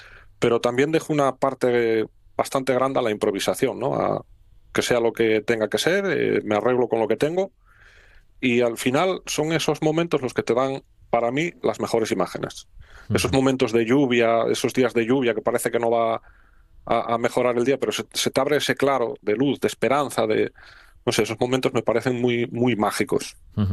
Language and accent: Spanish; Asturias, Spain; Yo soy asturiano y quiero mucho a mi tierra y a mi patria, pero es mucho mejor Galicia.